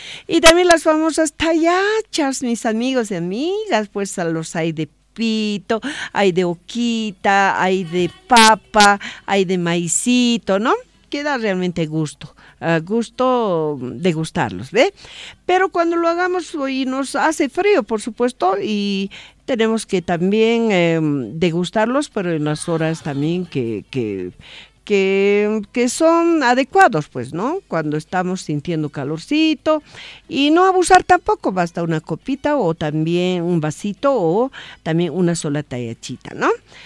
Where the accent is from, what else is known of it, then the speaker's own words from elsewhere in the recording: Bolivia; patria que nos vio nacer, a ver, que todos como bolivianos estamos orgullosos